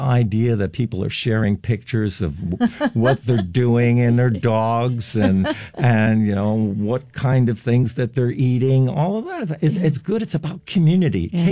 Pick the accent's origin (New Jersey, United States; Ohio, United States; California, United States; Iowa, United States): New Jersey, United States; East Brunswick; And, you know, starting out in New Jersey when I was a young boy. I was really lucky that I grew up in East Brunswick